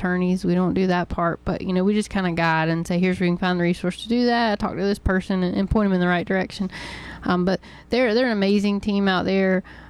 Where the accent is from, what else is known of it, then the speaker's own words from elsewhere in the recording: Lee County, North Carolina, United States; as a Lee County native and seven generations